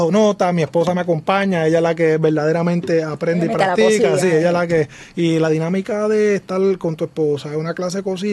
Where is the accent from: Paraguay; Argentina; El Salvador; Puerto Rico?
Puerto Rico; San Sebastián; San Sebastián, mi pueblo natal.